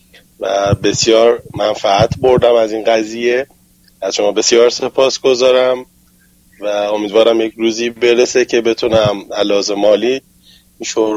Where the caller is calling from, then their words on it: Iran; من از ایران هستم عمو جان، از تلویزیون جام جم IPN.